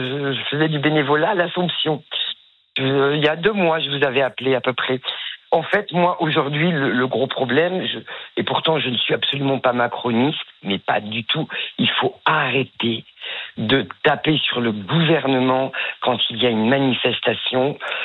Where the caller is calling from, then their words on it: Montpellier, Occitanie, France; si je ne suis pas de l'Aquitaine, je suis de Montpellier.